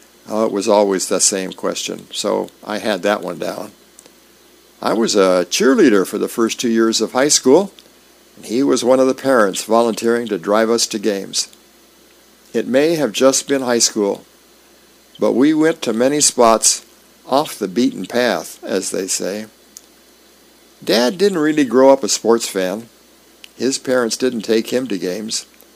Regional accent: Fort Myers, Florida, United States; I grew up in Fort Myers, Florida, where the Kansas City Royals held spring training at Terry Park from 1969 to 1987.

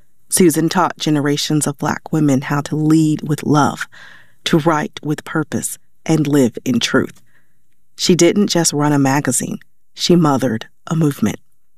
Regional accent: Oakland, California, United States; I grew up in Oakland, a little girl who couldn't see past her current environment.

